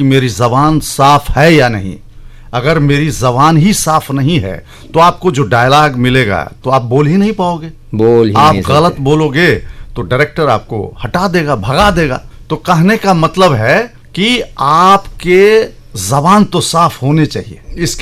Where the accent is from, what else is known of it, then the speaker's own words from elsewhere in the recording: Bihar, India; हम मिथिला से हैं या बिहार के लोग जो बातें करते हैं, जो भाषा है उनकी, कई बार सौ को शौ बोल देते हैं, शौ बोल देते हैं, रौ को रौ बोल देते हैं